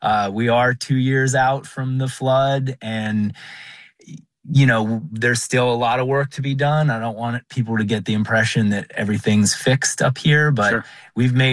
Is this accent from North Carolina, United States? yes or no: yes; Asheville, North Carolina, United States; now in Marshall, United States; I grew up in Asheville and came to Marshall, and it just captured my heart, and I've made it my home very intentionally.